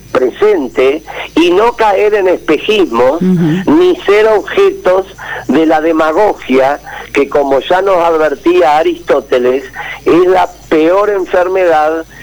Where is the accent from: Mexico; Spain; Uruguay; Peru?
Uruguay